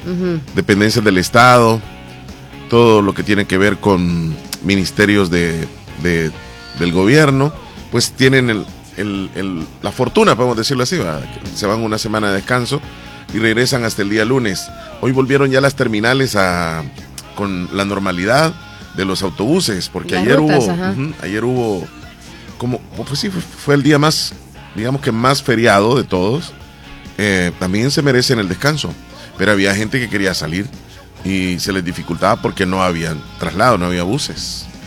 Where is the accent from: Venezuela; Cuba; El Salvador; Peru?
El Salvador